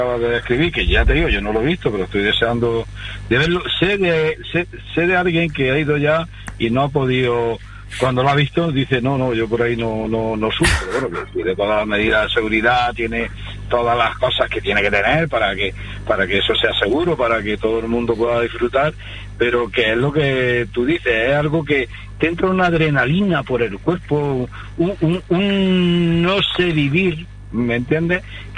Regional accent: Alcóntar, Andalusia, Spain; la primera vez que yo me presenté a las elecciones aquí en mi pueblo, en Arconta

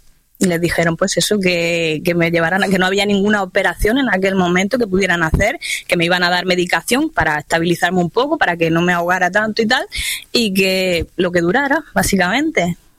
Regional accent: Sabadell, Catalonia, Spain; born there; yo nací en Sabadell, ¿no? Que es un pueblo de Barcelona.

